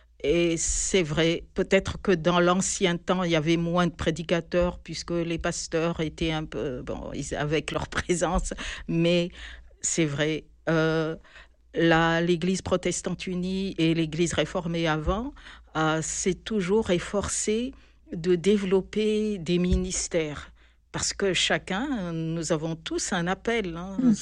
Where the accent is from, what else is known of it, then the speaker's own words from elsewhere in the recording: Antananarivo, Analamanga, Madagascar; moved away as an adult; now in Aix-en-Provence, France; Oui, je suis malgache, je viens de Madagascar. Et je suis venue, donc après mon bac, j'ai passé mon bac à Madagascar, en Antananarivo.